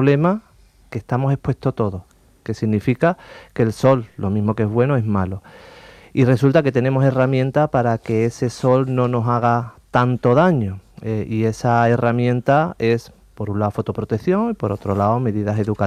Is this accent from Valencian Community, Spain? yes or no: no; Andalusia, Spain; Pues al final somos andaluces, estamos en la comunidad que más horas de sol tenemos en España.